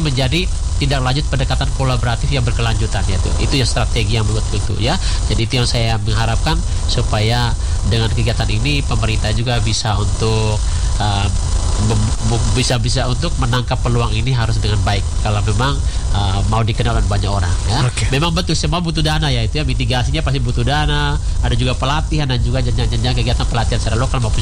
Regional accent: Ende, East Nusa Tenggara, Indonesia; kita itu adalah orang Ende.

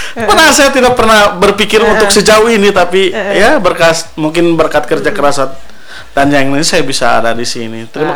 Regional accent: Tasikmalaya, West Java, Indonesia; moved away; Saya asalnya sih dari Jawa Barat. Dari tepatnya Tasikmalaya. Cuman saya sudah lama di sini, mungkin dari 2008. Tapi anehnya juga orang-orang di sini tuh tidak percaya kalau saya orang Jawa Barat.

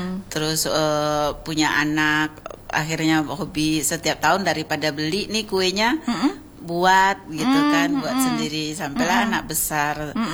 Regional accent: West Sumatra, Indonesia; Mama yang bundo itu karena dia kawan-kawannya kuliah dulu kan, saya orang Minang.

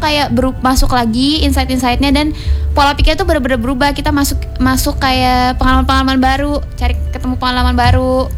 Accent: Bandar Lampung, Lampung, Indonesia; Aku di Bandar Lampung

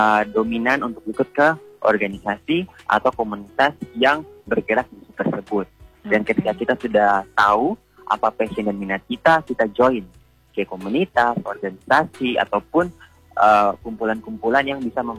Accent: South Papua, Indonesia

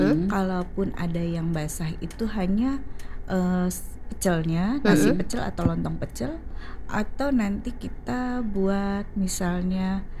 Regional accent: Lampung, Indonesia; now in Jakarta, Indonesia; Saya kebetulan asli orang Lampung dan memang ada di sini.

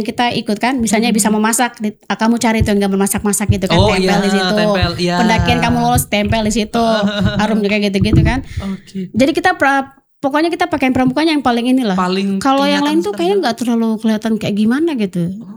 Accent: Papua, Indonesia; Memang dari cara ngomongnya gitu mereka kira saya bukan orang Papua.

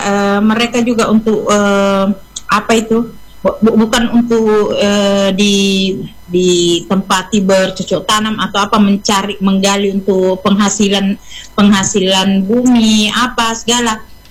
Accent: South Sulawesi, Indonesia; kami juga orang Bugis juga kemana-mana gitu nah. Kemana-mana juga merantau.

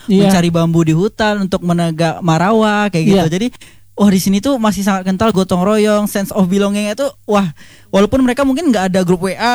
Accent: West Sumatra, Indonesia; walaupun aku juga orang asli Minangkabau gitu ya

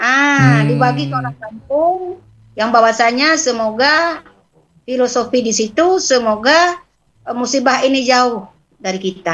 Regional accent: Aceh, Indonesia; born there

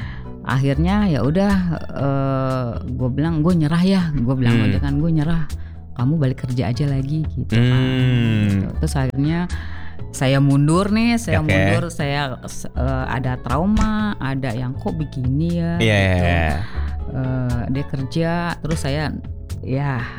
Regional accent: Java, Indonesia; Gendis itu diambil dari karena saya orang Jawa, suka dengan filosofi Jawa.

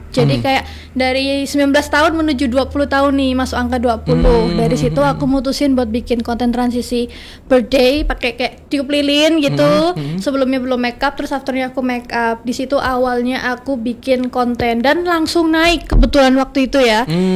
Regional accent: Malang, East Java, Indonesia; moved away as an adult; now in Pontianak, Indonesia; waktu aku itu pindah ke Pontianak. Jadi kebetulan asalnya aku tuh dari kota Malang. Aku tuh orang Jawa asli, Jawa.

